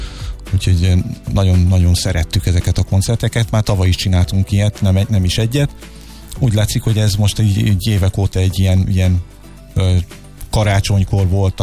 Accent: Hungary; itt élünk Magyarországon, magyarok vagyunk

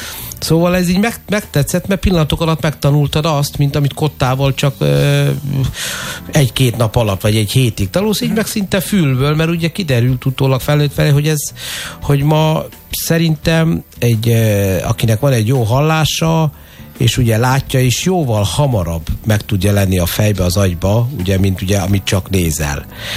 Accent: Karcag, Jász-Nagykun-Szolnok, Hungary; born there; én karcagi születésű vagyok

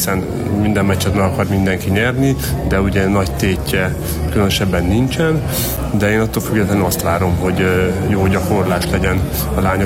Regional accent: Transylvania, Romania; mert nekem már sikerült magyarként, erdélyi magyarként a magyar válogatottban játszani

